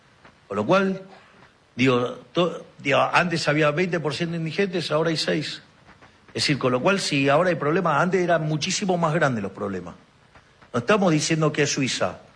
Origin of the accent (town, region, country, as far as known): Argentina